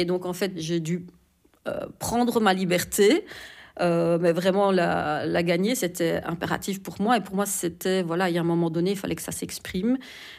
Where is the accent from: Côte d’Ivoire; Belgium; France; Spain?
Belgium; Hainaut; born there; now in Brussels, Belgium